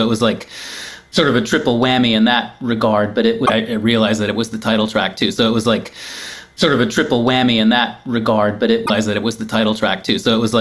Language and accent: English; Midwest, United States; it was really just an image that I had of growing up in the Midwest